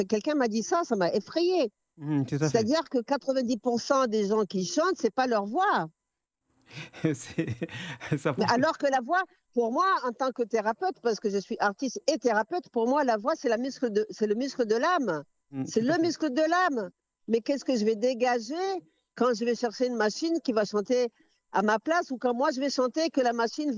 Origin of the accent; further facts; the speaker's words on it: France; ça correspond un peu à mon histoire, à moi en tant que Comorienne qui ai grandi en France, qui ai voyagé dans le monde entier